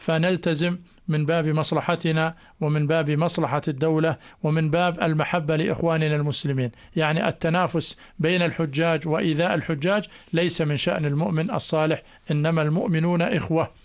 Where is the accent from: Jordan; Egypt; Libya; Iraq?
Jordan; أننا نمثل بلدنا. لما تقول أنا حاج أردني